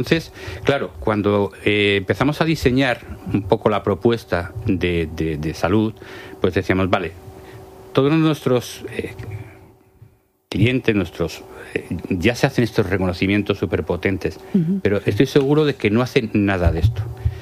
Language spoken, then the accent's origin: Spanish; Community of Madrid, Spain; now in Alicante, Spain